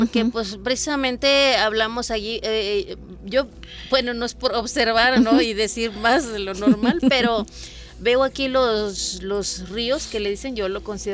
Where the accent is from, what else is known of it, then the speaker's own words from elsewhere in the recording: Tantoyuca, Veracruz, Mexico; moved away; yo soy de Palmital, pertenece a Tantuyuca. Palmital ya está colinda con casi como 20 minutos al estado de Hidalgo. Entonces estamos muy pegados al estado de Hidalgo, pero pues es un lugar muy muy bonito